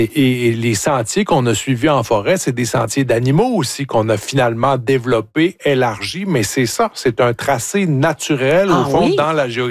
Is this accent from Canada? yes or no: yes; Cookshire-Eaton, Quebec, Canada; Je viens, je le répète, de Cookshire, comme disent les anglophones